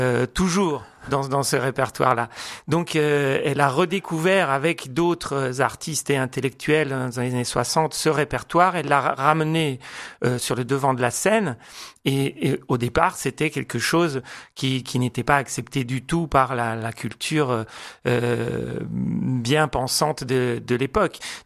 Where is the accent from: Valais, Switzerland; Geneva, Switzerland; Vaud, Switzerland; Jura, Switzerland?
Geneva, Switzerland; born there; moved away; also born or lived in Rome, Italy; Je suis né à Genève, d'accord, mais je reste romain d'adoption. J'aime bien dire ça parce que j'ai vécu longtemps là-bas et je reste vraiment ma patrie de cœur aussi, l'Italie et Rome en particulier.